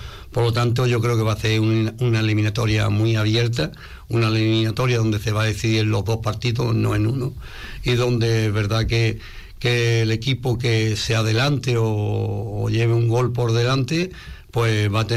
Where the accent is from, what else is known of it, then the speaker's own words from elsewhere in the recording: Jerez de la Frontera, Andalusia, Spain; yo soy de Jerez.